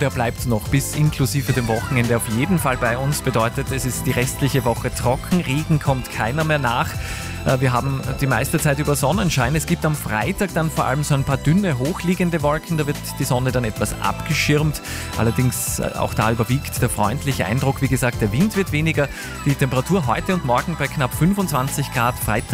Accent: Austria; Also so der erste größere Kaltlufteinbruch bei uns in Österreich.

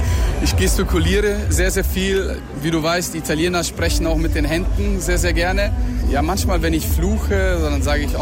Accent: Munich, Bavaria, Germany; born there; Also ich bin ja ein gebürtiger Münchner, aber im italienischen Elternhaus aufgewachsen. Und ich könnte jetzt nicht sagen, ob ich Deutscher oder Italiener bin. Deswegen bin ich beides

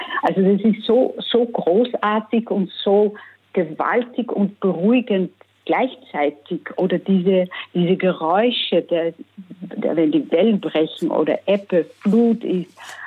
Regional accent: Netherlands; German is a second language; Ich bin Niederländerin und die Niederlande hatten eine sehr große Seemacht.

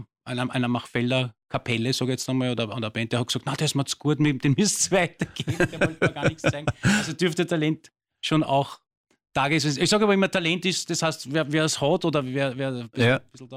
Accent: Vienna, Austria; Direkt am Praterstern, oben im Gasthaus Hanse, was sehr praktisch war

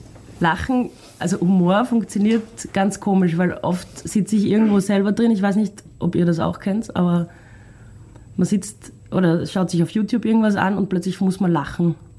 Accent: Graz, Styria, Austria; moved away as an adult; now in Vienna, Austria; Und dann sind wir beide aus Graz, und wir sind nach dem Bachelor beide nach Wien gezogen.

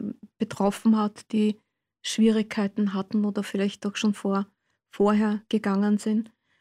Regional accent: Vienna, Austria; Ich bin Wienerin

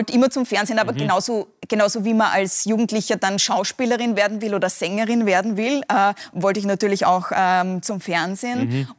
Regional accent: Upper Austria, Austria; Ich habe auch einen starken Dialekt, glaube ich, noch immer. Also ja. Wenn man mich privat, wenn jemand aus Oberösterreich ist und ich auch aus Oberösterreich bin, dann hört man's schon noch.

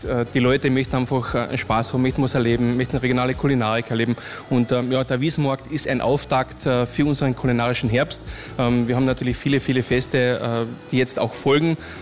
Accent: Villach, Carinthia, Austria; wir sind ja beide aus Villach

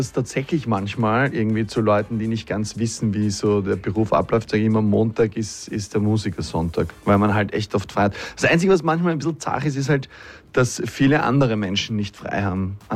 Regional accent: Vienna, Austria; Also ich geboren und aufgewachsen

